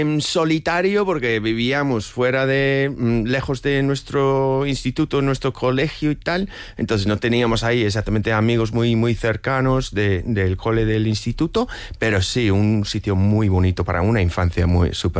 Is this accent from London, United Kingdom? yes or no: no; East of England, United Kingdom; Spanish is a second language; Yo soy de un condado que se llama Essex, que sí, es un nombre muy reconocido por mucha gente